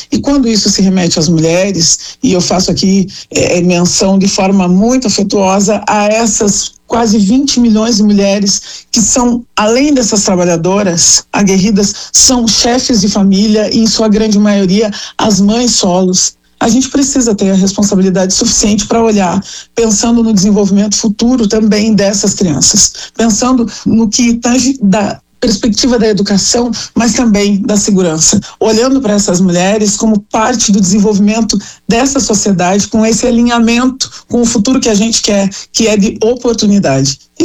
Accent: Porto Alegre, Rio Grande do Sul, Brazil; Eu sou uma figura que eu me criei eu cresci numa ocupação aqui em Porto Alegre, numa comunidade.

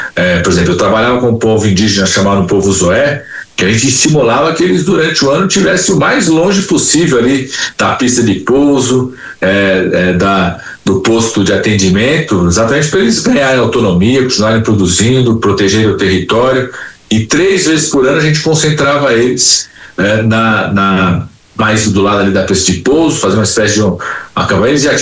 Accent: São Paulo, Brazil; Eu trabalhei muito tempo com população indígena, eu sou de São Paulo

